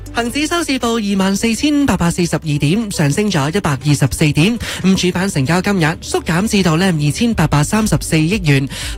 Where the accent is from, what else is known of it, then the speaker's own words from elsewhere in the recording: Canada; 我哋加拿大人